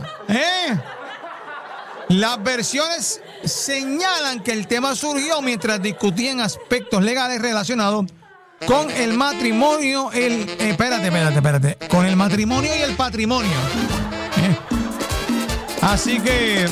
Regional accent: Yauco, Puerto Rico; allá en Yauco, en Puerto Rico, de donde yo vengo

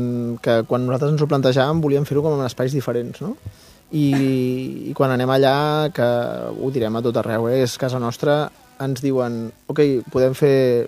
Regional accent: Sant Feliu de Llobregat, Catalonia, Spain; nosaltres som de Sant Feliu de Llobregat i som amics de tota la vida

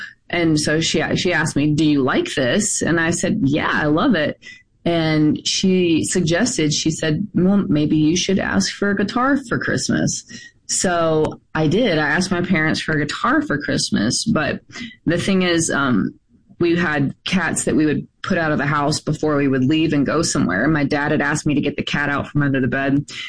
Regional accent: Opelika, Alabama, United States; Yeah, I'm originally from Alabama, a town outside of Auburn. It's called Opelika. And I grew up singing in church

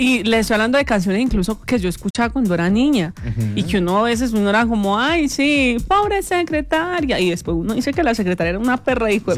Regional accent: Antioquia, Colombia; Y porque soy paisa.

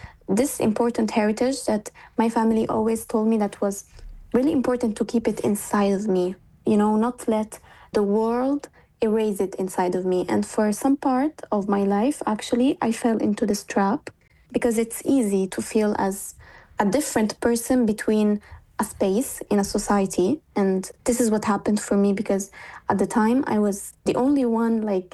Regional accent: Italy; English is a second language; So I was born and raised in Italy. So I lived my life here, basically. But I always lived in a space that was in between two cultures, because I used to speak bilingual at home.

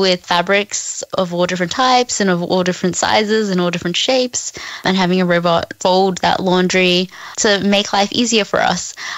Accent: Cairns, Queensland, Australia; even though I grew up in Cairns and far north Queensland, I could type in anything

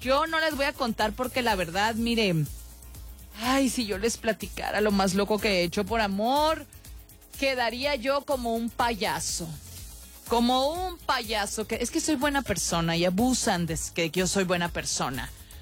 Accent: Celaya, Guanajuato, Mexico; Te platico, yo soy de Celaya y cuando salí de la universidad entré a hacer mis prácticas en una empresa.

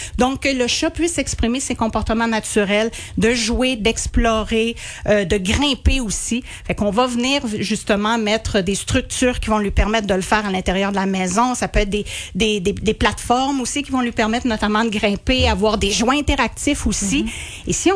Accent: Quebec, Canada; chez nous au Québec

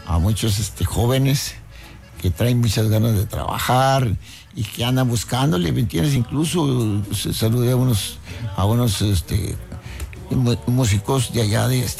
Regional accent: Nuevo Progreso, Tamaulipas, Mexico; Yo soy nacido en Veracruz y Progreso, Tamaulipas.

